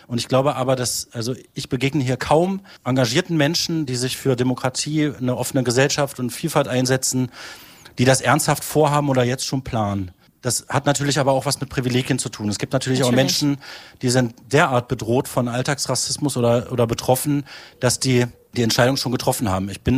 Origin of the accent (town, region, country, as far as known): Halberstadt, Saxony-Anhalt, Germany; born or raised there